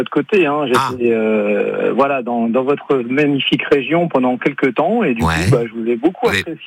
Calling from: Erstein, Grand Est, France; Erstein, entre Célestat et Strasbourg.

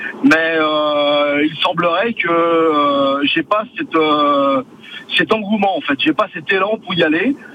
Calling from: Dijon, Bourgogne-Franche-Comté, France; Et je suis à Dijon depuis les années 80.

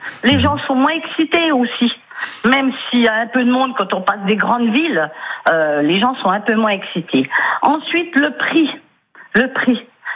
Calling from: Vandoncourt, Bourgogne-Franche-Comté, France; De Vandoncourt.

